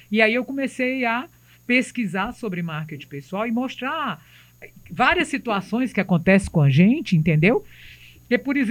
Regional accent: Ceará, Brazil; Cearense, né, minha filha? Eu sou com muito orgulho.

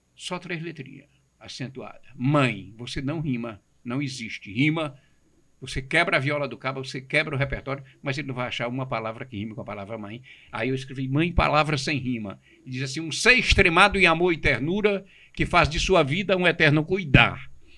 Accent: Ceará, Brazil

